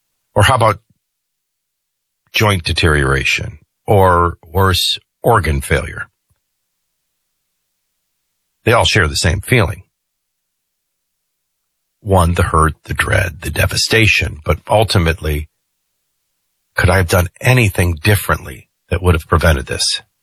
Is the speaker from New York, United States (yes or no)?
no; New Orleans, Louisiana, United States; would always say, what was it like growing up in New Orleans?